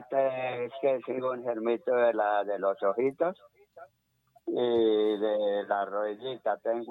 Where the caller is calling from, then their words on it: Chía, Cundinamarca, Colombia; Llamo desde Chía.